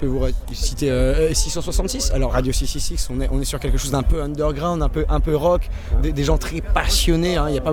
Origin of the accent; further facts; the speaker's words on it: Caen, Normandy, France; Je suis de Caen.